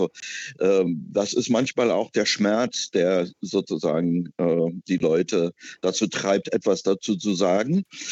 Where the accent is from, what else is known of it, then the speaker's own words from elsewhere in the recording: East Germany, Germany; Ja, also ich komme aus Ostdeutschland und war vor 89 so in der dissidentisch-oppositionellen Kulturszene der DDR aktiv.